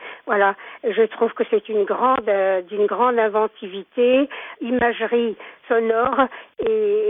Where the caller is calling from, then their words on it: Orléans, Centre-Val de Loire, France; de Orléans